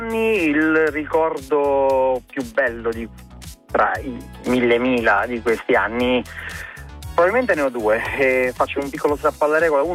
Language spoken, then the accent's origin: Italian; San Giuseppe Vesuviano, Campania, Italy; moved away as an adult; now in Colleferro, Italy; sono appena arrivato al mio paese natale in provincia di Napoli, San Giuseppe Vesuviano.